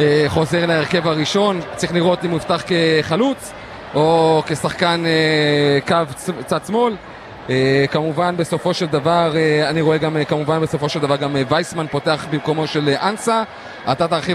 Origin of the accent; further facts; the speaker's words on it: Jerusalem, Jerusalem District, Israel; אנחנו ירושלמים לא בנויים ללחות